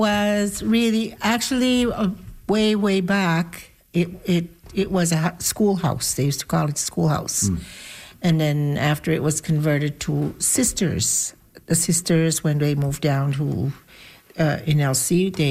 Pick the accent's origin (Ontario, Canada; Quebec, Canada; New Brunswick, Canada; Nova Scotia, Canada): New Brunswick, Canada; Elsipogtog; I'm an elder from Elsie Booktook. I was born here. I've always lived here. This is my community.